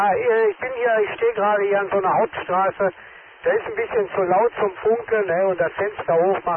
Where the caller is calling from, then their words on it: Essen, North Rhine-Westphalia, Germany; aus Essen hier.